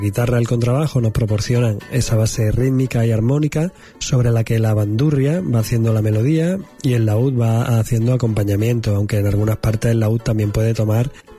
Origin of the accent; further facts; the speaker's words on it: Espiel, Andalusia, Spain; soy natural de Spiel, un pueblo de Córdoba, al norte, en Sierra Morena